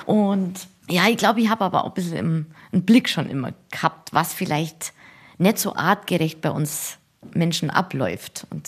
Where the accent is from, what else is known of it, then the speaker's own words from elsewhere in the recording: Eurasburg, Bavaria, Germany; Ja, im Alltagsleben bin ich immer hier in der Ecke geblieben.